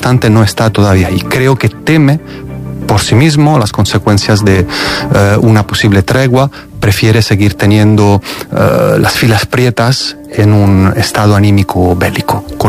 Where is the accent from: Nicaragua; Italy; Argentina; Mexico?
Italy; En Italia, en mi país, pues el partido matriz del que es el partido de Meloni fue acogido en el gobierno por Berlusconi